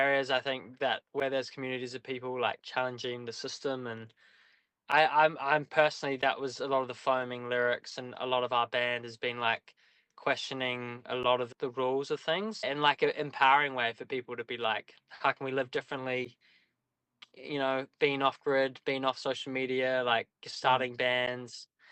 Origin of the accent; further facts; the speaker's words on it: New Zealand; also born or lived in Australia; Well, it's interesting growing up in New Zealand and Australia.